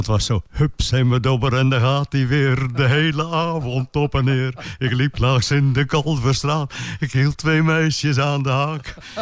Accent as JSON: {"language": "Dutch", "town": "De Zilk", "region": "South Holland", "country": "Netherlands", "moved": "as an adult", "lives_now": "Hillegom, Netherlands", "said": "naderhand ben ik hier begonnen in Hillegom. Ik kom oorspronkelijk uit de Zilk vandaan."}